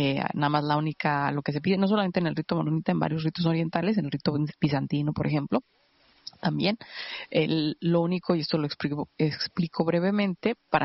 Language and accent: Spanish; Chihuahua, Mexico; en mi ciudad natal, en Chihuahua.